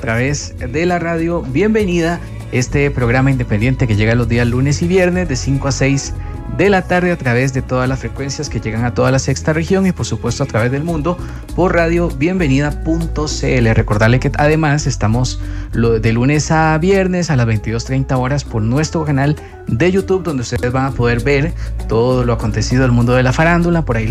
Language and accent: Spanish; Costa Rica; moved away as an adult; now in Chile; hace un par de años en Costa Rica, en mi país